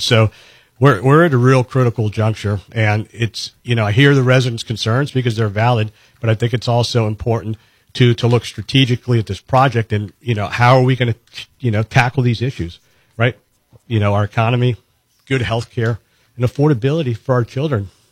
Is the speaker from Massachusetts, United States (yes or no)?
no; Titusville, Florida, United States; I'm born and raised here in Florida, right? I was born in Titusville, Florida.